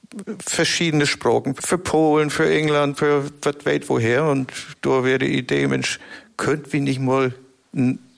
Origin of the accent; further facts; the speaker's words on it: Schleswig-Holstein, Germany; moved away as an adult; now in Stralsund, Germany; ich bin an der Ostsee groß geworden in der Gegend von Kiel